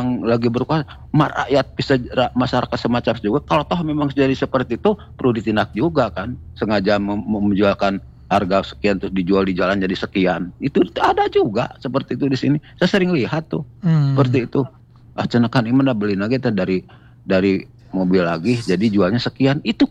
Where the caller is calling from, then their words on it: West Java, Indonesia; di daerah saya sendiri ya, Jawa Barat.